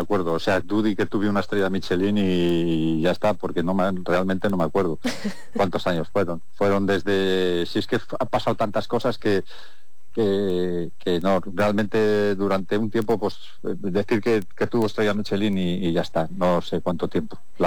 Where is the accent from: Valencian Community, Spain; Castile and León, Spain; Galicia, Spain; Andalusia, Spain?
Castile and León, Spain; Zamora; Sí, soy de Zamora, sí.